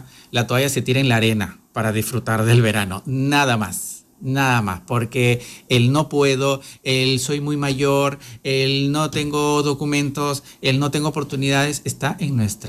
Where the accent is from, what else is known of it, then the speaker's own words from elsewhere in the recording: Peru; now in United States; Siempre hablo bien de mi casa, siempre hablo bien de mi cultura. Y me llena de orgullo porque ahora el Perú está súper bien